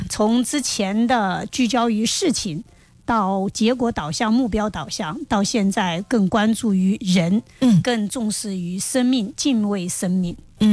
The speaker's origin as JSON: {"language": "Chinese", "region": "southern China", "country": "China", "said": "因为我是南方人啊"}